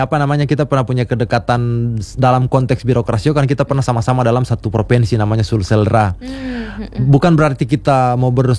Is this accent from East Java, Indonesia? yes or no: no; Southeast Sulawesi, Indonesia; kita sebagai orang Sultra dengan Tolakinya kita, Munanya kita, Butonnya kita, dan juga Moronene.